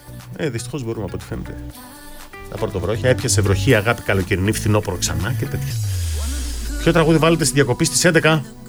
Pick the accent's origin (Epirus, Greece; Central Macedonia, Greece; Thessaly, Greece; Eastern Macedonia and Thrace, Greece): Epirus, Greece; Syrrako; Λοιπόν, φίλε Πέτρο, το χωριό μου είναι το Σιράκο Τζουμέρκα, χτύπα το λίγο να δεις.